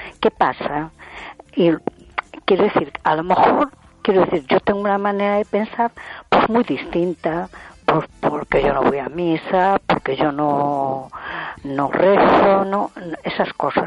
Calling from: A Coruña, Galicia, Spain; de Coruña.

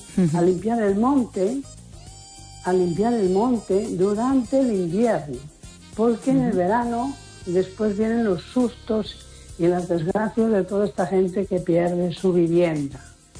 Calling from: A Coruña, Galicia, Spain; de la Coruña.

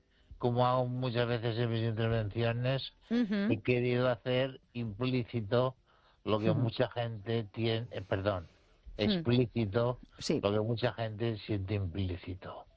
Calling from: Spain; soy un español que razona

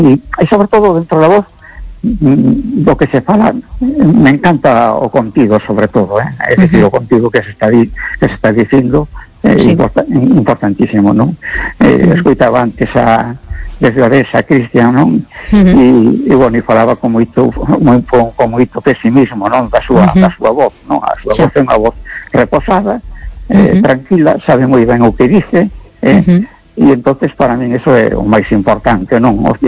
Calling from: A Coruña, Galicia, Spain; de Coruña.

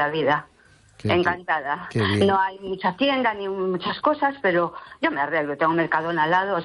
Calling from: A Coruña, Galicia, Spain; vivo en La Coruña.

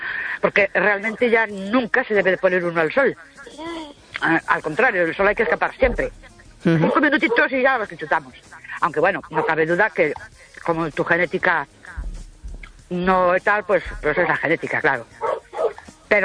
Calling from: Ourense, Galicia, Spain; Buenas noches. … de Ourense.

